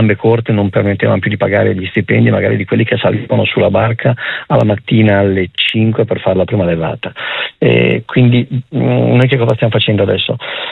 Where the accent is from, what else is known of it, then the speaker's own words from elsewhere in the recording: Genoa, Liguria, Italy; born there; also born or lived in Brescia; now in Camogli, Italy; io sono nato a Genova, nella zona